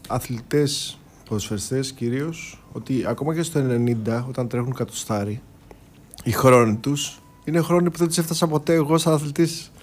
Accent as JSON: {"language": "Greek", "region": "Crete", "country": "Greece", "said": "Επειδή είμαστε και πατριώτες από την Κρήτη"}